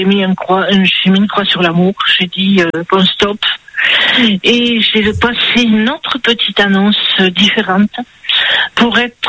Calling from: Toulouse, Occitanie, France; Autour de chez moi, à Toulouse

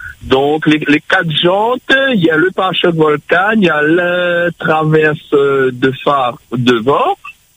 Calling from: Réunion; Moi, j'appelle de l'Est.

